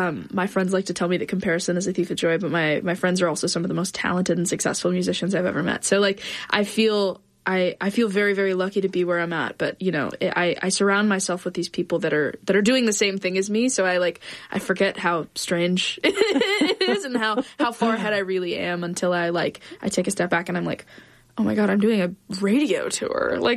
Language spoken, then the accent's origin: English; Granite City, Illinois, United States; So I grew up in Granite City, Illinois, which is this tiny little steel mill town right outside of St. Louis.